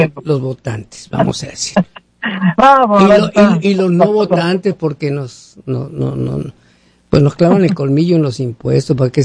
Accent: Mexico; now in United States; ¿Qué vamos a hacer nosotros los mexicanos aquí en los Estados Unidos?

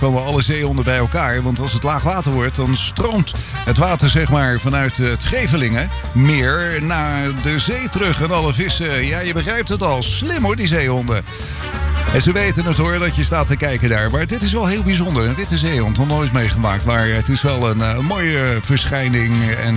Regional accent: Goeree-Overflakkee, South Holland, Netherlands; Ik kom natuurlijk zelf van Goeree Overflakkee.

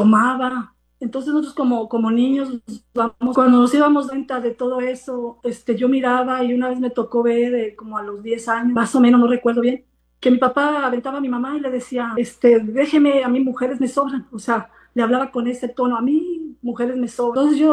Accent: San Luis Potosí, Mexico; moved away; yo soy de San Luis, ¿verdad? Como te dije, en ese ranchito que yo vivía

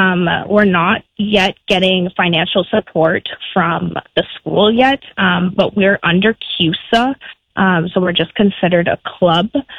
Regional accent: Ottawa, Ontario, Canada; I started off very young. I grew up in Orleans.

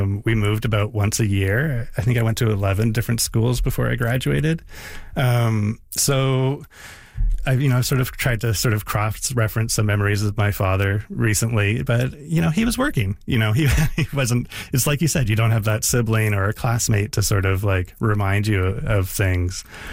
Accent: Canada; born or raised there; moved away; also born or lived in San Francisco

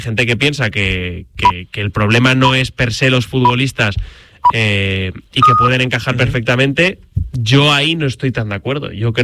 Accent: Valencian Community, Spain; tú y yo que somos de la Comunidad Valenciana

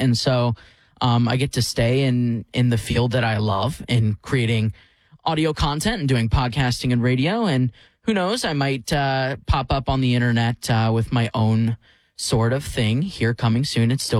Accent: Indianapolis, Indiana, United States; now in Washington, D.C., United States; I'm moving out to my hometown, Indianapolis. My wife and I are trying to start a family, and we don't have any family here in Washington, D.C.

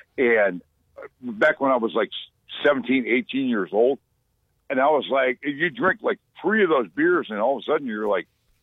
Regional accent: Ohio, United States; I'm a child from the 70s, and I grew up in Stark County.

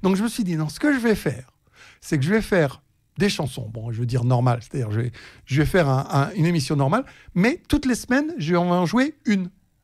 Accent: France; en tant que Français

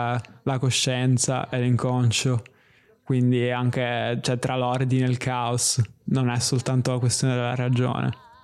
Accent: Sicily, Italy; moved away; perché appunto è nato nella mia città natale.

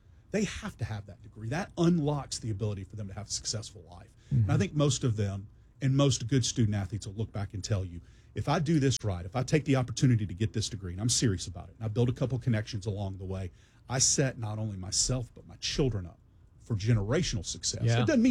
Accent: Georgia, United States; moved away as an adult; now in Memphis, United States; I grew up outside of Atlanta.

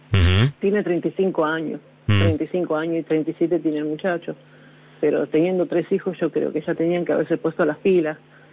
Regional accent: Garín, Buenos Aires Province, Argentina; Sí, acá de Garín.

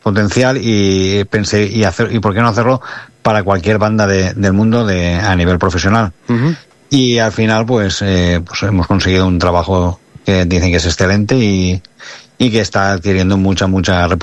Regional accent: Valencia, Valencian Community, Spain; yo me crié aquí en Valencia tocando en bandas

